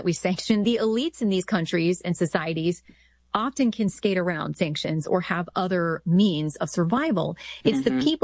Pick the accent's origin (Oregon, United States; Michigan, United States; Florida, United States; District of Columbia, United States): Florida, United States; I'm from Florida. Our electric chair is very famous down there.